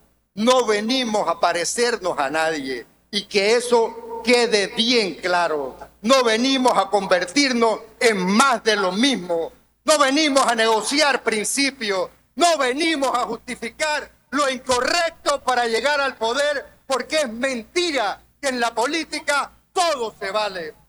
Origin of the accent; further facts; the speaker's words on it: Panama; vamos a terminar como panameños perdiendo al país.